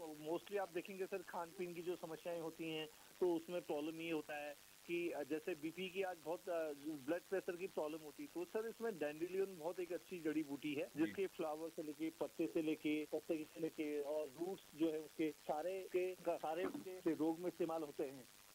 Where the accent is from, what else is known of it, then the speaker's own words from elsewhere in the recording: Baijnath, Uttarakhand, India; हमारा एक गांव चौसू जो बंगला हमारा गांव है